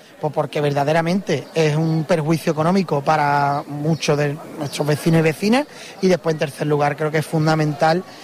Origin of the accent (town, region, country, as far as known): Andalusia, Spain